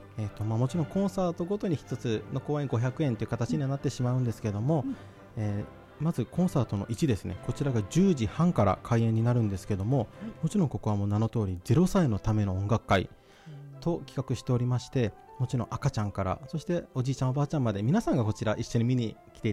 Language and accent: Japanese; Nobeoka, Miyazaki, Japan; 私も延岡出身として